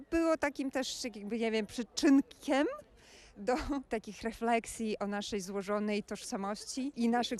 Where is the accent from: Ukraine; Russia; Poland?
Ukraine; Polish is a second language; jako Ukrainka przeżywająca wojnę w Kijowie, oczywiście marzę o tym, żeby Ukraina powróciła do swoich granic z 1991 roku.